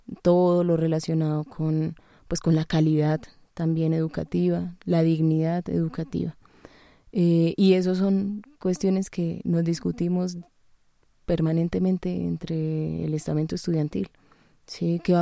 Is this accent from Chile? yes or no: no; Colombia; la realidad que vivimos como sociedad colombiana.